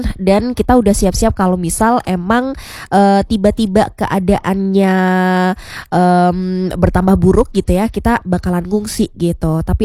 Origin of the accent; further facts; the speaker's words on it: Temanggung, Central Java, Indonesia; now in Yogyakarta, Indonesia; Jadi aku dibawa pulang ke rumah asalku di Temanggung gitu ya, agar di Temanggung aja dulu deh yang lebih aman daripada di Jogja gitu